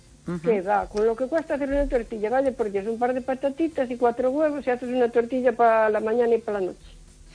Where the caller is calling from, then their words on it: O Carballiño, Galicia, Spain; de Carballiño.